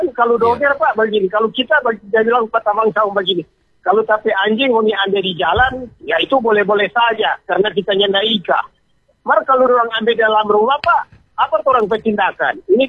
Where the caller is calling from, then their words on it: Tomohon, North Sulawesi, Indonesia; Kita orang Tomon